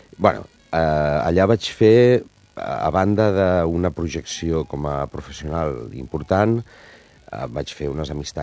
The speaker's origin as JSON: {"language": "Catalan", "town": "Alcoy", "region": "Valencian Community", "country": "Spain", "tie": "born or raised there", "said": "unes titelles que es fan al meu poble, al Coi"}